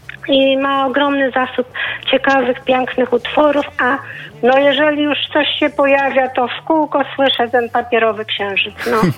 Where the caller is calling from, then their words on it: Warsaw, Masovian Voivodeship, Poland; z Warszawy.